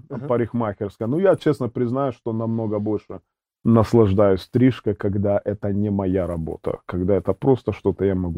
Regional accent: Mariupol, Donetsk Oblast, Ukraine; Родился я на Украине, город Мариуполь. Наверное, будет даже точнее сказать Донецкая область.

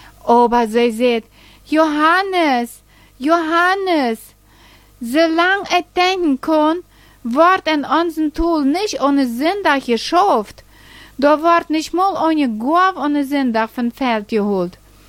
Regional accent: Bern, Switzerland; in meine Heimat, in Emmental, in der Schweiz

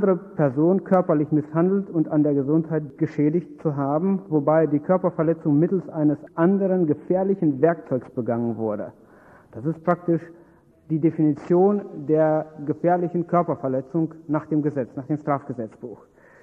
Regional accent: Detmold, North Rhine-Westphalia, Germany; Manche Leute kennen mich vielleicht sogar. Einzelne. Ich komme aus Detmold, wohne da auch

